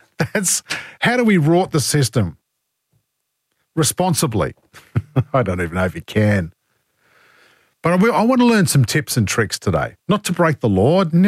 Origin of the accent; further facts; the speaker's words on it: New South Wales, Australia; born there; I was born in New South Wales. Well, I think I was born in New South Wales